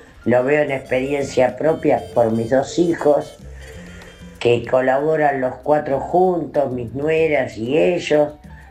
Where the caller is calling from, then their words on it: Lomas del Mirador, Buenos Aires Province, Argentina; Por la consigna … de Lomas del Mirador.